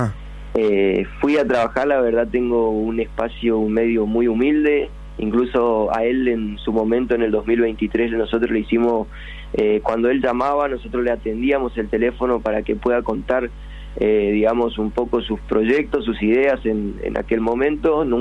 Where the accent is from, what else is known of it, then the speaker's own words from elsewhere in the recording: Capitán Solari, Chaco, Argentina; Soy de Capitán Solari, un pueblo acá en el Chaco, en el interior. Uh-huh. Es portal del Parque Nacional.